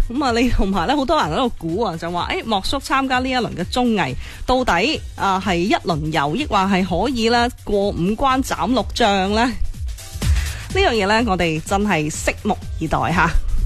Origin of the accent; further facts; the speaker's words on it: Foshan, Guangdong, China; 带住我哋佛山人嘅幽默啦